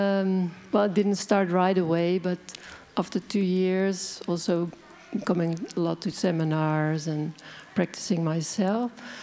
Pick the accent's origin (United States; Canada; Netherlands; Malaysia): Netherlands; English is a second language; from the Netherlands